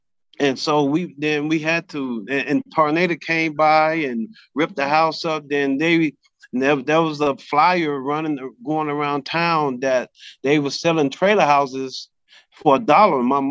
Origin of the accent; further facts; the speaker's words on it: Jonestown, Mississippi, United States; I'm from Jonestown, Mississippi, a population of 1,000 people. Jonestown is approximately an hour south of Memphis, Tennessee.